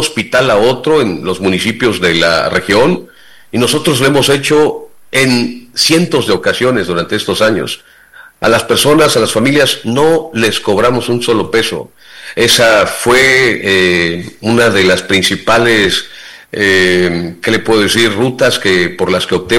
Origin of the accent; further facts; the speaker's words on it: Juchitán, Oaxaca, Mexico; porque yo soy de Juchitán, vivo, madre, mi familia somos de Juchitán